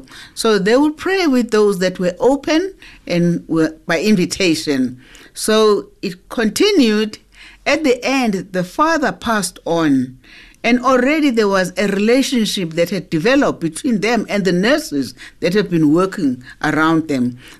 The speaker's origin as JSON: {"language": "English", "region": "KwaZulu-Natal", "country": "South Africa", "moved": "yes", "lives_now": "Benoni, South Africa", "said": "I come from KwaZulu-Natal. I'm now based here at the head office at Benoni"}